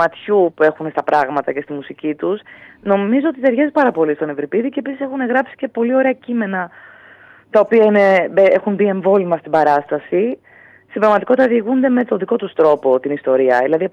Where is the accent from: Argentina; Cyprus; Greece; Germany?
Greece; είναι οι λόγοι που αισθάνομαι περήφανη που είμαι Ελληνίδα.